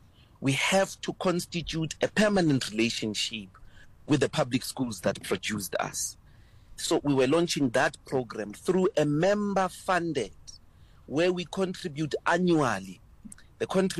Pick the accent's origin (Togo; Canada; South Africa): South Africa